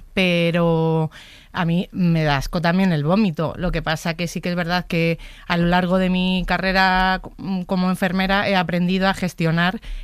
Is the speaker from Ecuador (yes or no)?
no; Madrid, Community of Madrid, Spain; Y porque soy de Madrid.